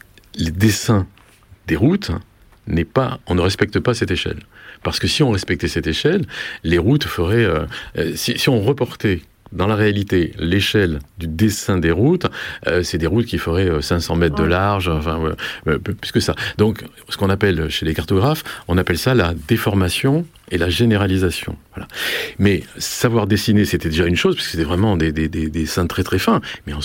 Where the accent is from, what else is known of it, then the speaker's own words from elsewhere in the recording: Southwest France, France; moi, je suis du Sud-Ouest, et mon tropisme n'est pas du tout vers la Méditerranée